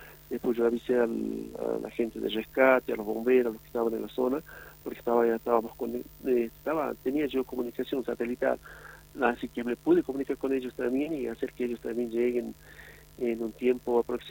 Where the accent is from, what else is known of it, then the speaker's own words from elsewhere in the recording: Antofagasta de la Sierra, Catamarca, Argentina; yo soy acá de Antofagasta, soy un proveedor minero de acá de la zona, conocedor también de la zona.